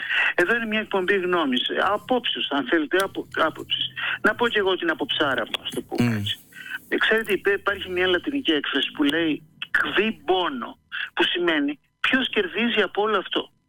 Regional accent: Thessaloniki, Central Macedonia, Greece; Το γνωρίζω, ως Θεσσαλονικιός.

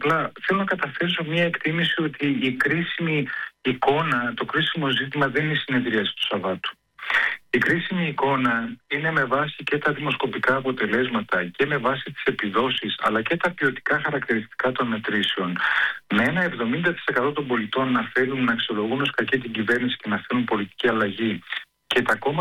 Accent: Thessaloniki, Central Macedonia, Greece; στην πόλη μου στη Θεσσαλονίκη

